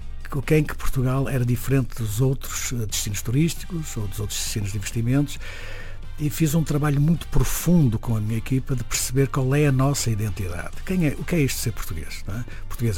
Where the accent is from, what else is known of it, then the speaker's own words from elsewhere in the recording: Petrópolis, Rio de Janeiro, Brazil; Nasci perto do Rio de Janeiro, sou um carioca de Petrópolis.